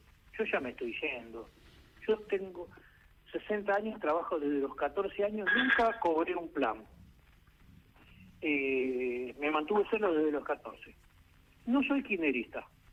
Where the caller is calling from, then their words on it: Los Polvorines, Buenos Aires Province, Argentina; vivo en Polvorines, trabajo en Cava, acabo de llegar.